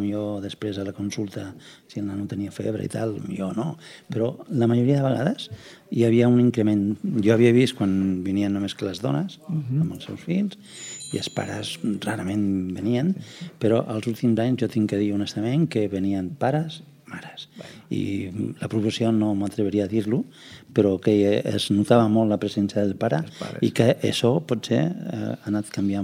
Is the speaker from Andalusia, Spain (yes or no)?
yes; Granada, Andalusia, Spain; now in Catalonia, Spain